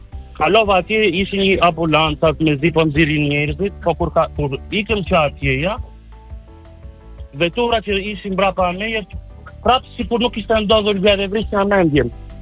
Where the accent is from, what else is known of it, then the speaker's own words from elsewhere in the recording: Korçë, Korçë County, Albania; unë jam nga Korça, jetoj në Korça